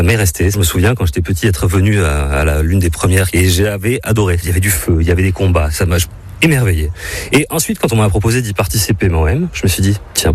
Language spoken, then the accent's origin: French; Bordeaux, Nouvelle-Aquitaine, France; J'ai 36 ans, je suis né à Bordeaux. Je suis vraiment un enfant du pays.